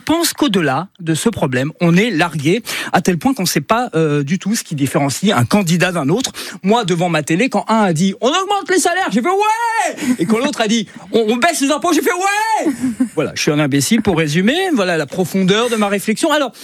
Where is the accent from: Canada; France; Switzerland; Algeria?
France; Corsica; en tant que Corse